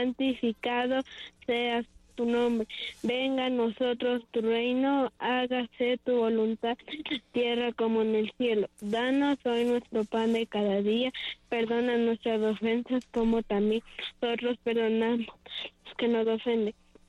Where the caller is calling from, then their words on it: Quito, Pichincha, Ecuador; Del centro de Quito.